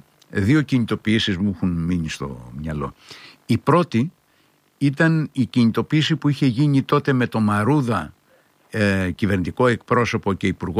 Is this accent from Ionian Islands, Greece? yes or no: no; Ierapetra, Crete, Greece; οι αντιδράσεις κάτω στην ιδιαίτερη πατρίδα μου, ή μάλλον ένα από τους ιδιαίτερους τόπους της Κρήτης, μεγάλος από την Ιερά Πέτρα